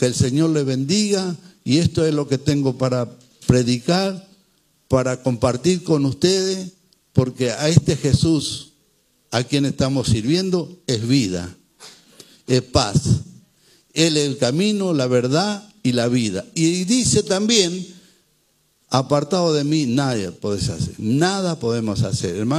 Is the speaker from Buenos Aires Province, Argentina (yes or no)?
no; Chaco, Argentina; nosotros somos del Chaco